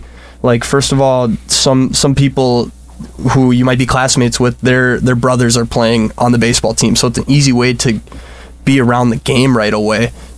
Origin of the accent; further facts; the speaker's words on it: Foley, Minnesota, United States; growing up in Foley